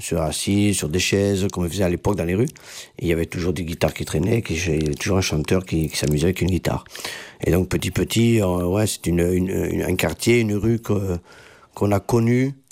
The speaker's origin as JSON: {"language": "French", "town": "Carcassonne", "region": "Occitanie", "country": "France", "tie": "born or raised there", "said": "nous sommes originaires de Carcassonne."}